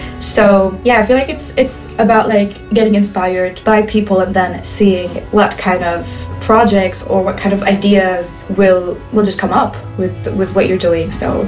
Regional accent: Palestine; first language Arabic; English is a second language; moved away as an adult; now in Berlin, Germany; and I've been in Berlin for I think 3 years now. And I'm Palestinian, living in Berlin, in Kreuzberg

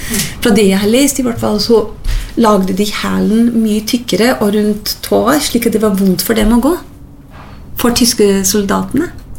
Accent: Scotland, United Kingdom; now in Norway; er født og oppvokst i Skottland, kom til Norge i 1986 og har bodd her siden.

